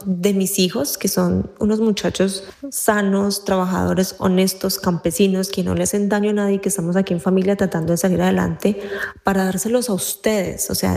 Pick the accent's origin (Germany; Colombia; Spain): Colombia; Como colombiana, como campesina, como víctima del desplazamiento dos veces y como migrante, espero que el próximo presidente de Colombia entienda el valor de la paz.